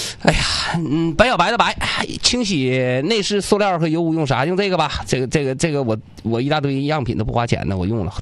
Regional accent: Northeast China, China; 南方朋友可能听不懂我们东北这个方言叫磕碜

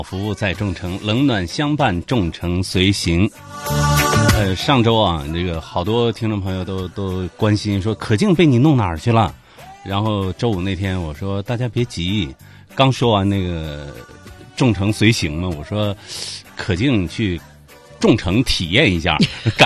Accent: Northeast China, China; 其实这东北的雨啊，我觉得跟咱们东北人性格差不多

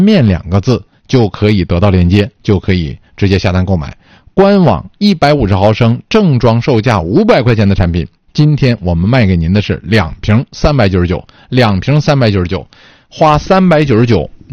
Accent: Northeast China, China; 虽然咱作为东北人来说还是不觉得说非得去避暑

